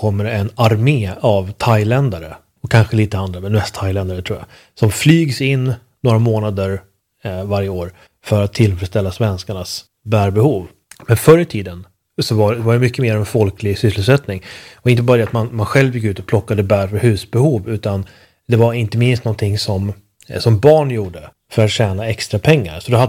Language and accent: Swedish; Sweden; som svensk så har man ju en sorts primal koppling till de här bären från skogen.